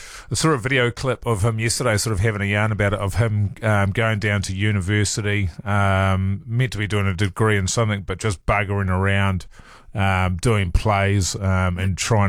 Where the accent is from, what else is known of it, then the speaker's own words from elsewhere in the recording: New Zealand; as a New Zealander.